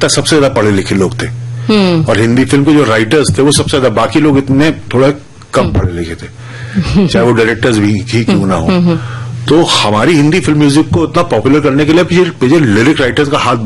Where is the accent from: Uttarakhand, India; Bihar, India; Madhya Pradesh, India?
Uttarakhand, India